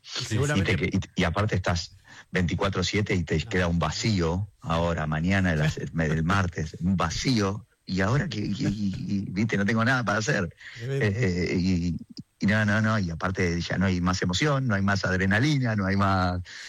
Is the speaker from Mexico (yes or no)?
no; Argentina; nosotros la verdad que estamos acostumbrados como argentinos en todo a arreglarnos con lo que hay, ¿viste?